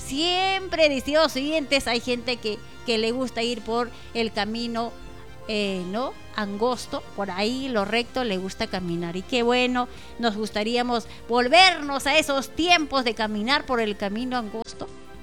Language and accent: Spanish; Peru; en nuestro país, en nuestro querido Perú